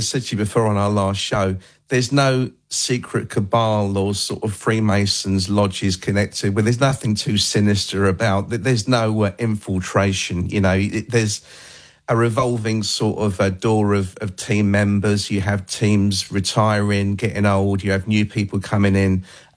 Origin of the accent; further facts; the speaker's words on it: England, United Kingdom; That made me feel really at home as an Englishman.